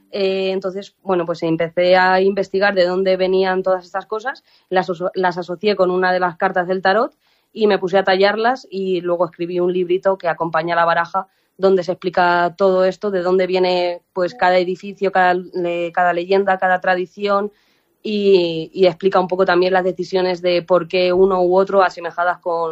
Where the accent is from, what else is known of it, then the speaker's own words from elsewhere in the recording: Mota del Cuervo, Castilla-La Mancha, Spain; yo decía que era de Mota del Cuervo y la gente lo conocía. Entonces yo decía, ¿pero qué tendrá mi pueblo?